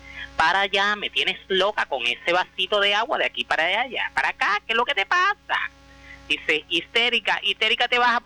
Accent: Sagua la Grande, Villa Clara, Cuba; moved away as an adult; now in Miami, United States; Yo soy de Sagua, la Grande de las Villas

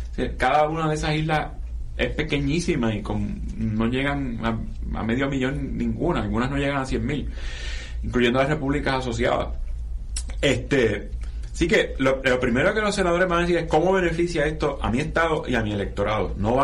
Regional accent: Puerto Rico; es difícil para nosotros desde Puerto Rico pensar como pensaría un americano

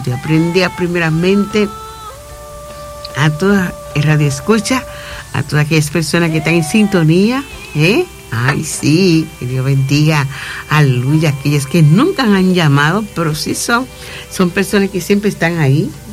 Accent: La Altagracia, Dominican Republic; now in La Romana, Dominican Republic; Sí, mi Batey la Higuera, donde yo me nací, crié. Muchas personas preguntan, ¿dónde es ella? Pues yo soy aleluya de La Higuera.

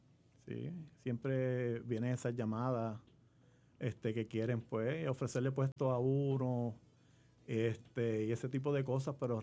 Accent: Cataño, Puerto Rico

